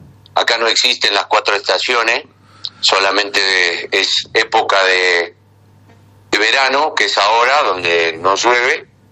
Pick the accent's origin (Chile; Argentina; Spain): Argentina; now in Ecuador; para mí Ecuador fue un paraíso comparado en el momento que yo me vine de Argentina